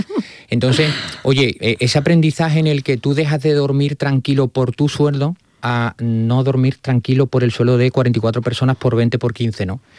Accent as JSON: {"language": "Spanish", "town": "Huelva", "region": "Andalusia", "country": "Spain", "moved": "yes", "said": "yo he hecho un recorrido personal, profesional, que yo partí, yo salí de Huelva siendo pedraza"}